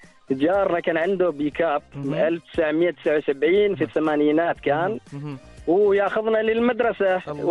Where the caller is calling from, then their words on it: Muscat, Muscat Governorate, Oman; أنا أتكلم معك من مسقط، مسقط العامرة.